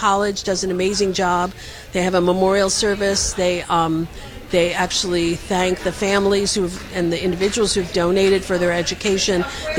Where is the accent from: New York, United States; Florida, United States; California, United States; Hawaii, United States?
New York, United States; Long Island; moved away as an adult; also born or lived in Brooklyn, New York / Buffalo, New York; now in Albany, United States; I grew up on Long Island, so I'm really a New Yorker at heart. And made my way to Albany in 2018.